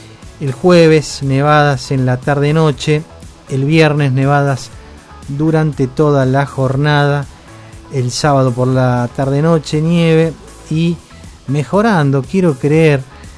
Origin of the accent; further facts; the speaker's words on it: Argentina; todos nosotros como argentinos